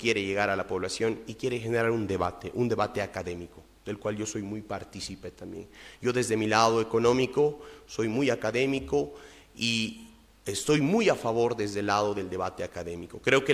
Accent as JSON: {"language": "Spanish", "country": "Bolivia", "said": "nosotros como bolivianos"}